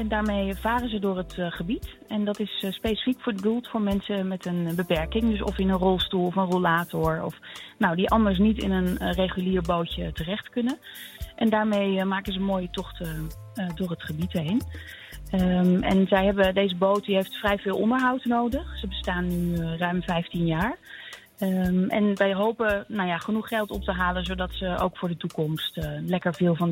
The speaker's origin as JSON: {"language": "Dutch", "town": "Blokzijl", "region": "Overijssel", "country": "Netherlands", "said": "Nee, ik kom zelf uit Blokzijl"}